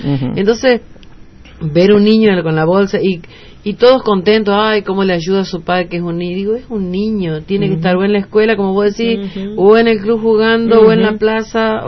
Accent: General Pinedo, Chaco, Argentina; yo soy de General Pinedo. Ahí está, de Pinedo. Y nunca había visto, la verdad, mira que vivo ahí desde chica.

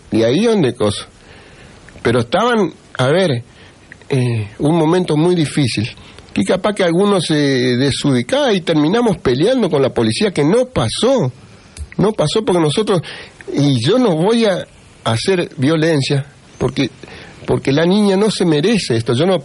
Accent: Vera, Santa Fe, Argentina; yo me crié en una familia en Vera, porque yo soy de Vera

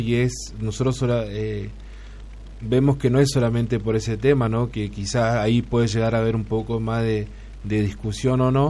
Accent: Junín, Argentina; los que somos nacidos y criados en Junín.

